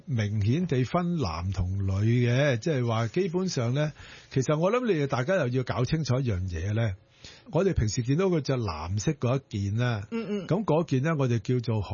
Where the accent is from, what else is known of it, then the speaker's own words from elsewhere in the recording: Hong Kong; 其实都有我哋香港人嘅参与嘅